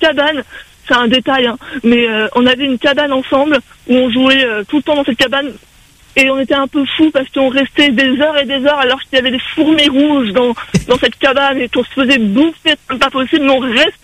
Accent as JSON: {"language": "French", "town": "Sainte-Marie", "region": "Réunion", "country": "France", "tie": "born or raised there", "said": "je suis née à la Réunion. J'ai vécu à Sainte-Marie. Et j'étais dans la grande montée, dans la rue des Remparts. Et on allait à l'école ensemble, à l'école des Bassins."}